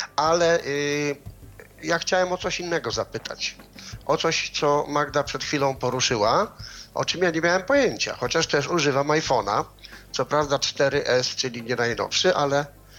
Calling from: Sweden; to się chwalę tym, że w Szwecji mieszkam.

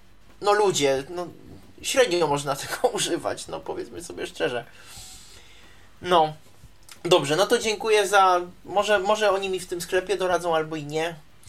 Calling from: Czechia; U nas w Czechach

